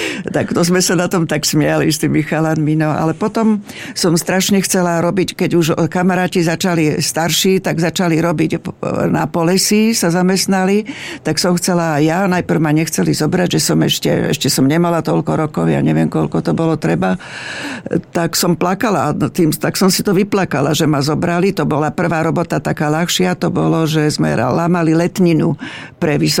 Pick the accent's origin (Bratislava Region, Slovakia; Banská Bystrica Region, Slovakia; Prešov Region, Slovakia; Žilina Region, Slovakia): Žilina Region, Slovakia; Blatnica; my sme boli autobusári z Blatnici